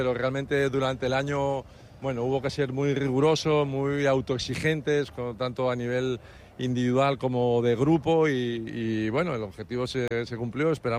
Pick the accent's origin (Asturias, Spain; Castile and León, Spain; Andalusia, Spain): Asturias, Spain; Cuando ya salimos de allí, todos somos asturianos.